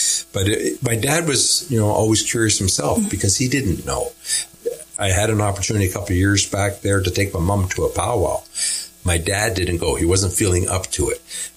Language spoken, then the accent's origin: English; Oshawa, Ontario, Canada; now in Haliburton, Canada; So myself, I grew up down in Oshawa with my six sisters and three brothers